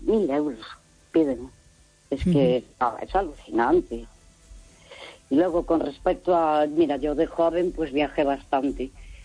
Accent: Santiago de Compostela, Galicia, Spain; Porque yo soy de Santiago de toda la vida. Mi abuelo de Santiago, mi bisabuelo, toda mi familia.

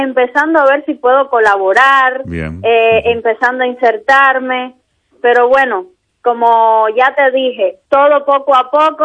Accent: Sancti Spíritus, Cuba; moved away as an adult; now in Santiago de Compostela, Spain; allá también en la ciudad espirituana, porque soy del centro de Cuba.

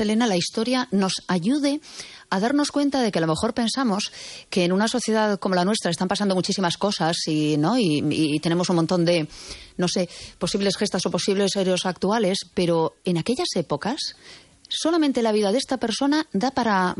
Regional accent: A Coruña, Galicia, Spain; moved away as an adult; now in Rías Baixas, Spain; Yo soy coruñesa, estoy afincada ahora en las Rías Baixas

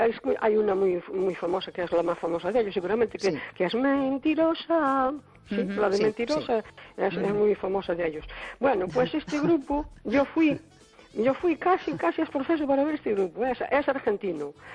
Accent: Cespón, Galicia, Spain

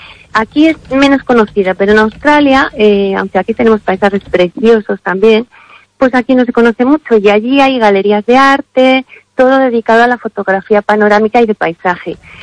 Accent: Madrid, Community of Madrid, Spain; also born or lived in Galicia; mi familia es gallega. Entonces, aunque yo soy de Madrid, pues mi origen está aquí y tengo casa en una aldea de Orense

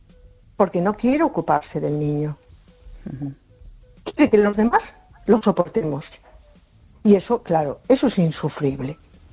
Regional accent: A Coruña, Galicia, Spain; Hola, buenas noches. … de Coruña.

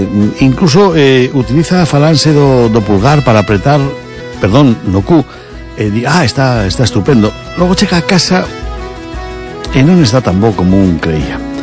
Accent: Castile, Spain; É que como eu son castelán, non sei se o sabe a xente, pero eu son castelán, teño esa costume de catar o melón

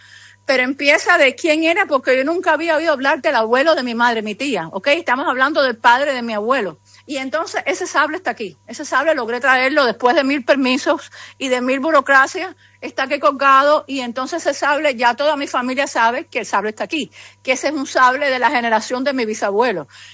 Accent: Cuba; accent: Cuban; now in Miami, United States; Ese sable lo vi creciendo en mi casa en Cuba.

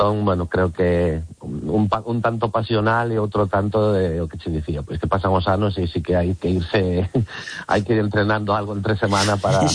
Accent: Galicia, Spain; todo o mundo dicía que seríamos vascos, entendía que seríamos vascos, pero nada máis, non, somos galegos

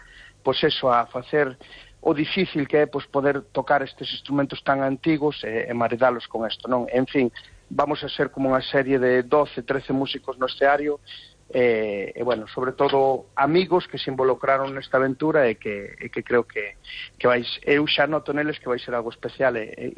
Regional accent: Galicia, Spain; que temos que, como galegos, pois unirnos

